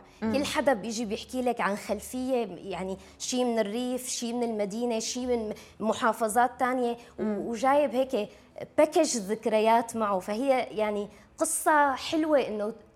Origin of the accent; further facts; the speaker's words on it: Syria; إلنا كسوريين